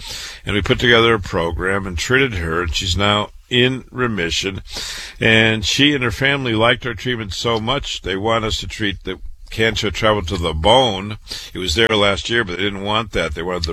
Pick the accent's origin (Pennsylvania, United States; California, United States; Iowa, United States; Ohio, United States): Iowa, United States; Waterloo; I was born and raised in Waterloo, Iowa.